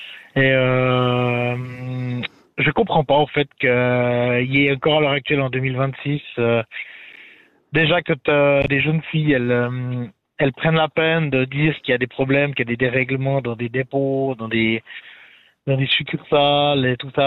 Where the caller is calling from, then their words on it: Romandy, Switzerland; là je suis dans la Suisse romande.